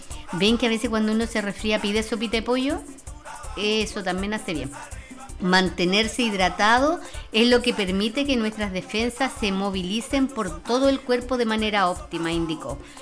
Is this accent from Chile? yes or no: yes; Chile; Y nosotros, como chilenos